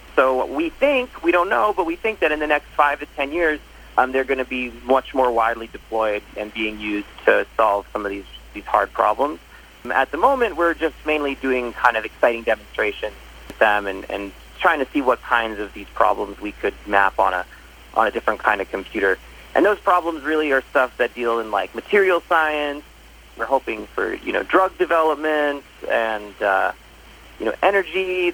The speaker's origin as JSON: {"language": "English", "region": "New York", "country": "United States", "moved": "as an adult", "said": "I was from New York, and I thought, you know, I'm from a you know, really big city, but I haven't really experienced that much life outside of the city."}